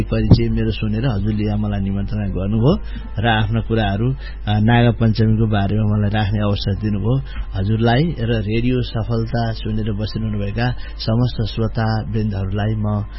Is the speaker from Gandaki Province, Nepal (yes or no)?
yes; Gandaki Province, Nepal; born there; now in Pokhara, Nepal; मेरो जन्मस्थान अन्नपूर्ण गाउँपालिका वडा नम्बर 2 सेराचौर हो, मेरो अहिले बसोबास चाहिँ पोखरा महानगरपालिका वडा नम्बर 2 मिरुवामा छ